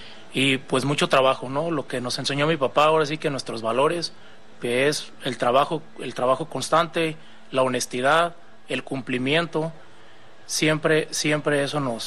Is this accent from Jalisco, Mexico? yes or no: yes; Ocotlán, Jalisco, Mexico; born there; now in Guadalajara, Mexico; Mi tierra, así es.